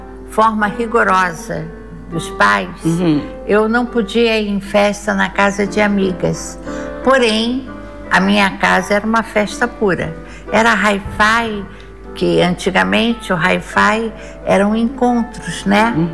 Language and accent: Portuguese; Rio de Janeiro, Brazil; Nasci no Rio de Janeiro, antiga Guanabara, e tive uma infância de muita educação